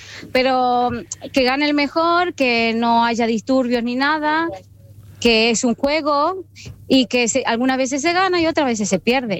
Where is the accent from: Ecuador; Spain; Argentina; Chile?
Argentina; nosotros los argentinos vivimos de otra forma el fútbol.